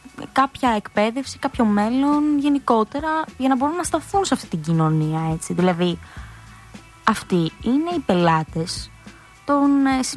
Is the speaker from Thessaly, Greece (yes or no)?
no; Kalamata, Peloponnese, Greece; για την Καλαμάτα, στα μέρη μου.